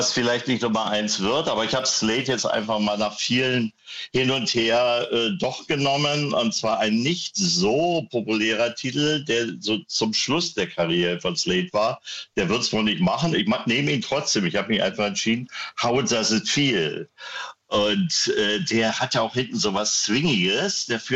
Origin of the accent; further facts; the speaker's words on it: Wittenberge, Brandenburg, Germany; ich komme aus der Prignitz und bin vom Lande in die Stadt Wittenberge gezogen. Die damals große Industrie- und Arbeiterstadt.